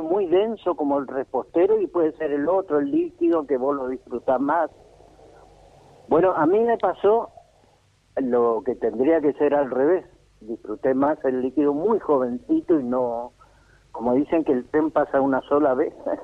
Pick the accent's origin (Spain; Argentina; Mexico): Argentina; Avellaneda, Buenos Aires Province; Yo vivía en Avellaneda, me crié en Avellaneda, enfrente de la estación Roca, por la calle Humberto de Saboya, había una placita José Hernández. Bueno, me crié ahí.